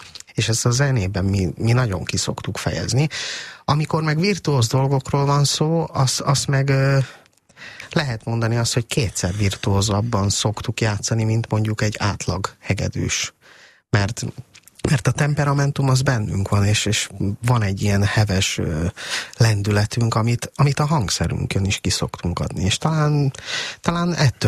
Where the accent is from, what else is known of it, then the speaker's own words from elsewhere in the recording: Hungary; én cigány vagyok. És ráadásul magyar cigány.